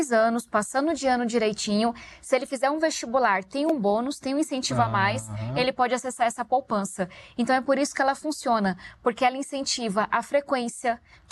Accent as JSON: {"language": "Portuguese", "region": "São Paulo", "country": "Brazil", "tie": "born or raised there", "said": "Eu nasci e criada em São Paulo."}